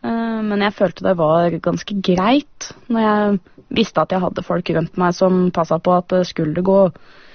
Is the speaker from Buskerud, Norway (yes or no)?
yes; Modum, Buskerud, Norway; also born or lived in Krokstadelva; Jeg er oppvokst i hovedsakelig i Modum. Så jeg sånn, føler meg som mest moing egentlig. Har også tilbrakt deler av oppveksten i Krokstadelva.